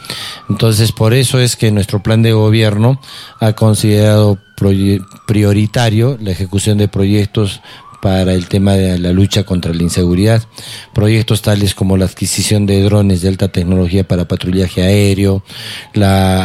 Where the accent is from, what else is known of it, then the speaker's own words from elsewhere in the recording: Arequipa, Peru; born there; Mis vecinos pueden dar fe de que vivo en UPIS paisajista toda mi vida. Yo nunca he cambiado, desde que he sacado mi DNI, nunca he cambiado de dirección domiciliaria, siempre he vivido en la UPIS. Por razones de trabajo, temporalmente en algunos momentos me he alejado, pero no he dejado de vivir.